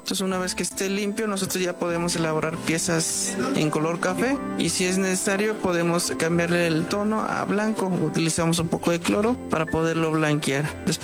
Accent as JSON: {"language": "Spanish", "region": "Puebla", "country": "Mexico", "said": "Nosotros venimos de la Sierra Norte de Puebla, a los límites de Puebla e Hidalgo, y en nuestra comunidad nos dedicamos a hacer lo que es el papel amate."}